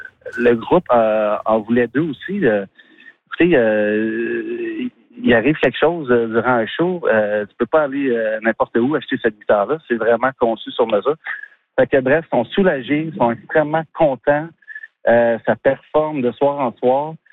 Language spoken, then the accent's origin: French; Montreal, Quebec, Canada; Je viens de Montréal moi-même, j'habite Montréal.